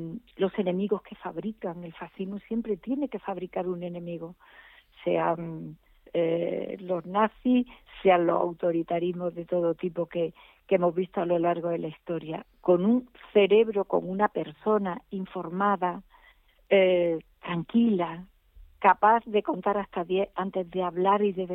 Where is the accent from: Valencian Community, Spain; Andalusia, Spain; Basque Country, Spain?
Andalusia, Spain; Córdoba; en mi caso además como cordobesa, de recordar a Berroy en España y desde España.